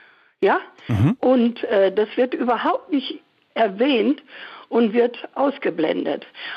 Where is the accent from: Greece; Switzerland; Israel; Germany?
Germany; Bochum, North Rhine-Westphalia; born there; now in Munich, Germany; Ich komme aus dem Ruhrgebiet gebürtig. Oh. Aus Bochum und lebe jetzt seit 60 Jahren hier in München.